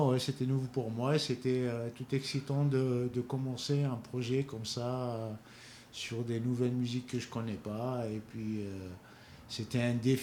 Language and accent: French; Kabylie, Algeria; Moi, je suis algérien de Kabylie